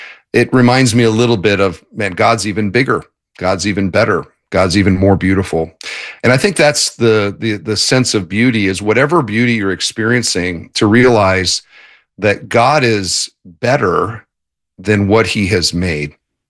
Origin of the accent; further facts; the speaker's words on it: Waterloo, Iowa, United States; I grew up in Waterloo, Cedar Falls. Oh. My dad was a 40-year John Deere engineer.